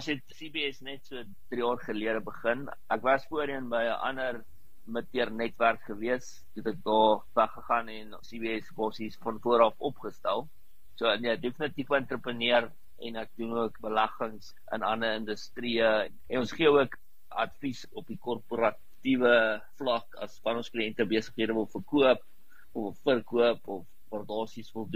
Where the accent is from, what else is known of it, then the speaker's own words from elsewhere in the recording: Boksburg, Gauteng, South Africa; born there; Ek is gebore in Boksburg. My ouers so 'n bietjie die land getoer, so ek was so 5 laerskole gewees. Toe was ek gelukkig net in een hoërskool gewees hier in die Oosrand by Hoërskool Goudrif.